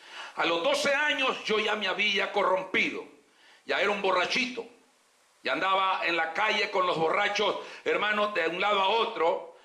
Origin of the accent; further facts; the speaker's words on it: El Salvador; also born or lived in Honduras; Yo tengo tres nacionalidades para la gloria del Señor. Soy hondureño por nacimiento, de padres salvadoreños. Y soy salvadoreño por crecimiento. Y soy celestial por convertimiento.